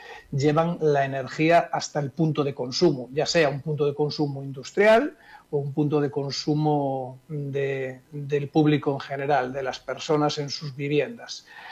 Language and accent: Spanish; Spain; moved away as an adult; also born or lived in Venezuela / Colombia; Yo soy español